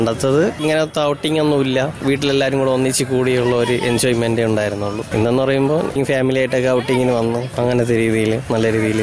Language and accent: Malayalam; Parassala, Kerala, India; പാറശാലയാണ് sir.